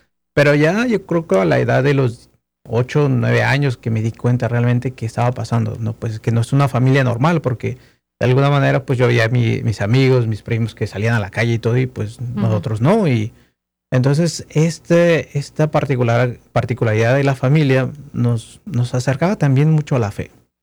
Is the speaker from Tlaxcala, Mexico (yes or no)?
yes; Tlaxcala, Mexico; moved away; also born or lived in Mexico City; también ahí nací en Ciudad de México. Una vez que mi hermana se estabilizó, regresamos a Tlaxcala, a la ciudad nativa de mis padres, y pues ahí crecí con ellos.